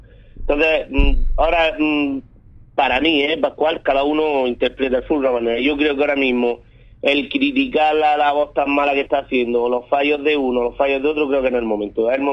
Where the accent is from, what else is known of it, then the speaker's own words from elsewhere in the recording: Almería, Andalusia, Spain; Aquí somos muy relajados